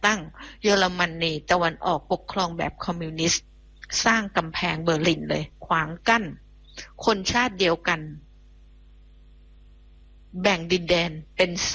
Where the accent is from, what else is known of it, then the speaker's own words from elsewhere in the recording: Phuket, Thailand; born there; now in Bangkok, Thailand; ดิฉันน่ะเกิดจริงดิฉันเกิดถนนดีบุกจังหวัดภูเก็ตเนอแต่ช่วงนี้ดิฉันอยู่กรุงเทพ